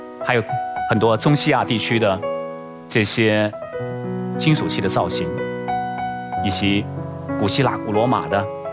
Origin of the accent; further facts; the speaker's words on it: Jingdezhen, Jiangxi, China; 我看这五王庙，我小时候在这里